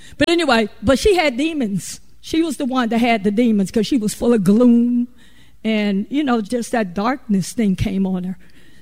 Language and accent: English; Virginia, United States